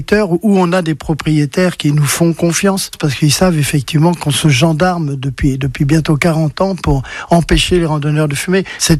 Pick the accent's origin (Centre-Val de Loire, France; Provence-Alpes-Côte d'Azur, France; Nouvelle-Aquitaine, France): Centre-Val de Loire, France; nous les Brenoux